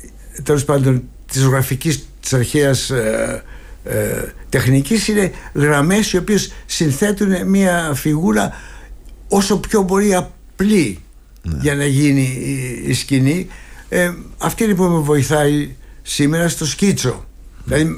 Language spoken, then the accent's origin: Greek; Athens, Attica, Greece; moved away; γεννήθηκα και μεγάλωσα στο Παγκράτη και ξαναγύρισα και πήρα ένα διαμέρισμα πάλι στο Παγκράτη.